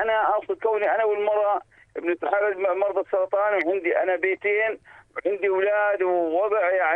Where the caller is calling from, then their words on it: Aqaba, Aqaba Governorate, Jordan; وأنا عمري مضى من عمري 63 سنة، وبروح وأرجع العقب مواصلات كمان صعب.